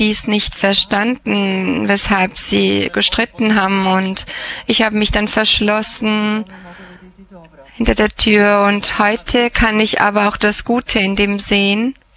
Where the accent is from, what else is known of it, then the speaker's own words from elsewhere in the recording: Croatia; ich bin Kroate und bin 23 Jahre alt.